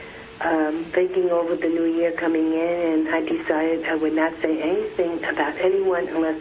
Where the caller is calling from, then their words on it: Florida, United States; I'm from Florida.